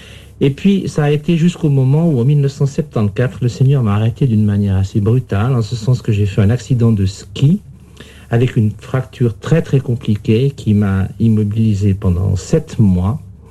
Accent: Yverdon-les-Bains, Vaud, Switzerland; born there; j'ai 57 ans. Je suis né à Yverdon, une petite localité au bord du lac de Neuchâtel, en Suisse romande.

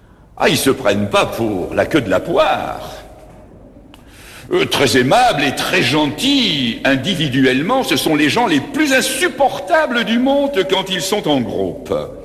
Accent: Belgium; Moi je viens d'un petit pays qui est grand comme deux mouchoirs de poche.

